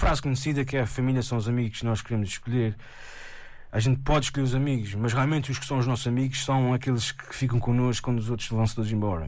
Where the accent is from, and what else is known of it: Azores, Portugal